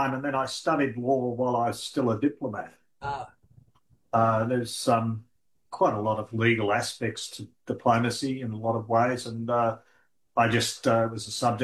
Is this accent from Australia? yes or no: yes; Australia; born there; Now I'm from English stock. I think my great grandfather was Cornish, although I was born in Australia myself and think of myself as Australian.